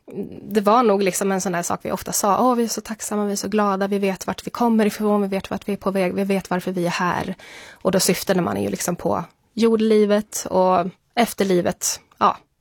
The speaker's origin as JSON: {"language": "Swedish", "country": "Sweden", "said": "jag brukar säga, jag var mormon för jag var svensk, brukar jag förklara det som nu."}